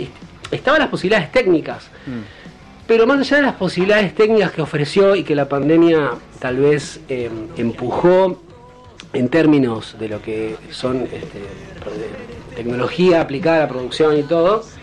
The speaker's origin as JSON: {"language": "Spanish", "town": "La Plata", "region": "Buenos Aires Province", "country": "Argentina", "said": "Somos de Malvinas, de Isla Malvinas."}